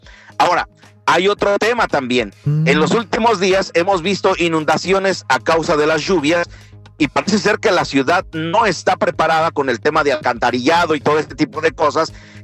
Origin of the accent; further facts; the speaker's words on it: Mexico; nosotros como mexicanos queremos que todo salga de maravilla